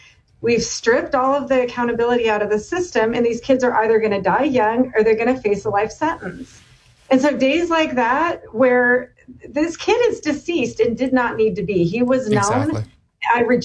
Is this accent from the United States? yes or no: yes; Portland, Oregon, United States; now in Seattle, United States; I'm from Portland